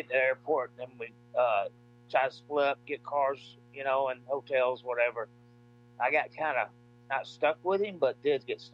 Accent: Jonesboro, Georgia, United States; I grew up in Jonesboro, Georgia, which is south of Atlanta.

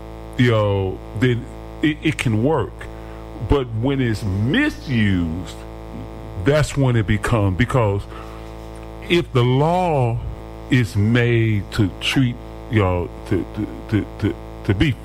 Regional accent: Chicago, Illinois, United States; we used to have this saying growing up in Chicago that my relatives would say

